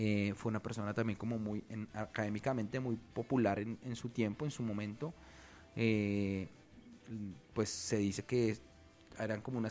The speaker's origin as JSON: {"language": "Spanish", "country": "Colombia", "said": "todos somos colombianos, el grueso de los colombianos somos personas comunes y corrientes."}